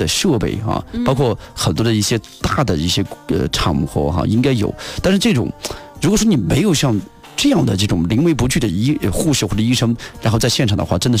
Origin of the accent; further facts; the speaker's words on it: China; 我们中国人救人的这种本能还有这种爱心哈，真的是非常的棒哈。